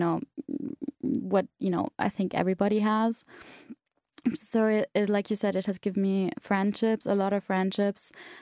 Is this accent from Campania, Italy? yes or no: no; Trentino-Alto Adige, Italy; moved away as an adult; now in Klagenfurt, Austria; Hi, I'm 21, almost 22 years old, and I'm studying here at Klagenfurt. I'm originally from South Tyrol.